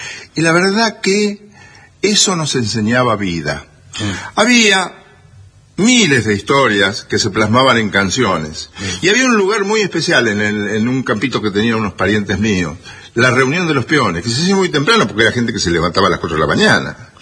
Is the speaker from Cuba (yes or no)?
no; Buenos Aires Province, Argentina; Yo soy de La Llanura, de un pueblo que se llamaba Lagado.